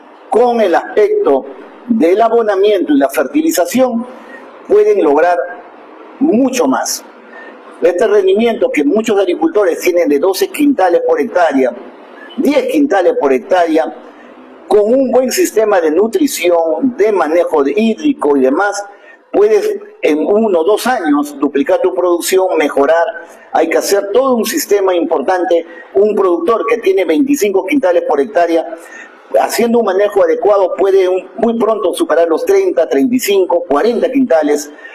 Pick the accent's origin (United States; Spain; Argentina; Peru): Peru; Somos peruanos